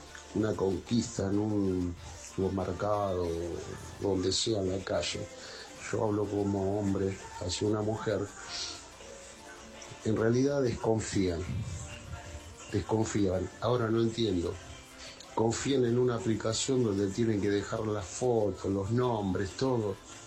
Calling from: Béccar, Buenos Aires Province, Argentina; de Becar.

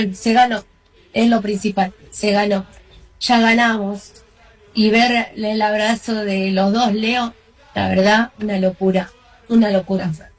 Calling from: Morón, Buenos Aires Province, Argentina

